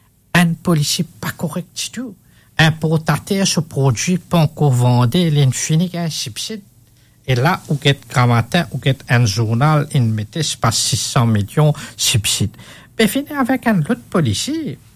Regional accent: Mauritius; mon papa, que je rajoute en tant que Mauricien

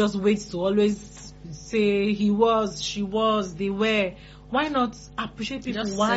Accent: Benue, Nigeria; probably because she's someone from my hometown. She's from Benue, from your state.

